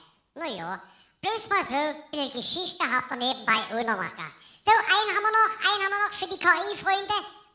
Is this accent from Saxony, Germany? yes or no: yes; Meissen, Saxony, Germany; Wir, wenn ihr es wissen wollt, wir kommen aus Meißen.